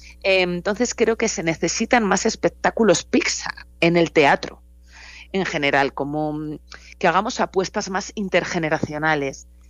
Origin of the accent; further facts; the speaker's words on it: Valladolid, Castile and León, Spain; yo soy de Valladolid, que es como la Castilla profunda